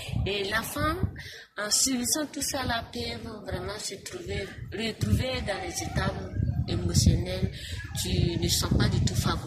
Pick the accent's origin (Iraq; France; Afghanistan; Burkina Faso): Burkina Faso; Chez nous au Burkina Faso, surtout en Afrique